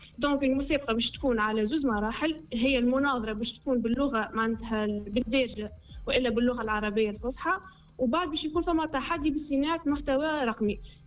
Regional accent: Tunisia

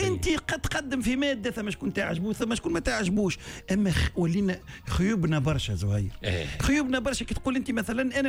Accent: Tunisia

